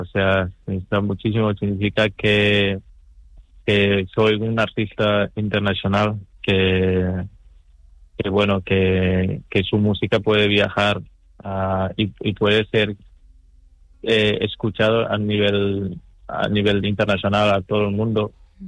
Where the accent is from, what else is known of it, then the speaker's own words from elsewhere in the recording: Senegal; also born or lived in Gambia; now in Spain; nací en Gambia y he crecido en Senegal.